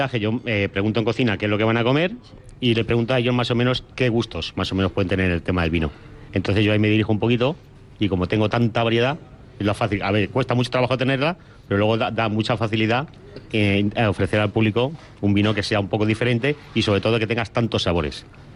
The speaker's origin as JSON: {"language": "Spanish", "town": "Noblejas", "region": "Castilla-La Mancha", "country": "Spain", "tie": "born or raised there", "said": "yo pongo un vino de mi pueblo, de Nolejas"}